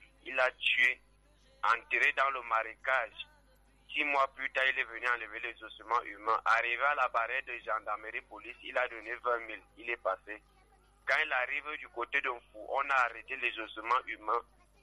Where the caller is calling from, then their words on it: Centre, Cameroon; Je suis dans l'arrondissement de Djeng.